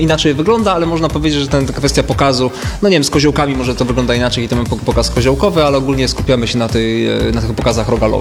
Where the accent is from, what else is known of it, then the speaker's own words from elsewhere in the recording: Poznań, Greater Poland Voivodeship, Poland; Całoroczna tradycja, kiedy my poznaniacy jemy rogala raz w roku, mi się wydaje, nie?